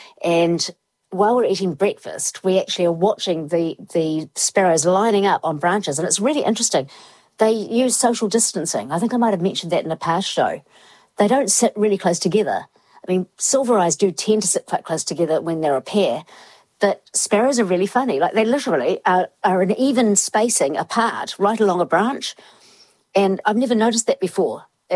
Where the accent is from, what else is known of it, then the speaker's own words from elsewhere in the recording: Invercargill, Southland, New Zealand; I remember growing up in Invercargill